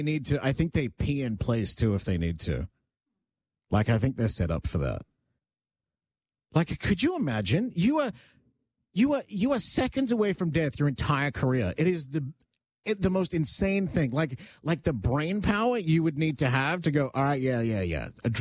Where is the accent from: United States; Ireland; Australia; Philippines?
Australia; now in Canada; because I grew up in Australia